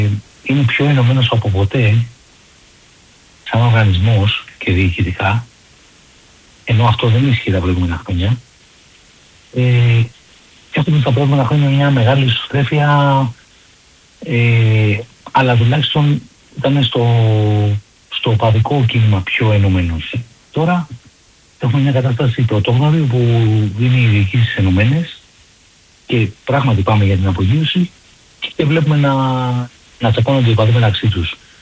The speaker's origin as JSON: {"language": "Greek", "town": "Vyronas", "region": "Attica", "country": "Greece", "said": "επειδή είμαι από το Βύρονο και είναι γέννημα θέμα. Από μικρό παιδί υποστηρίζω τον Παναθηναϊκό"}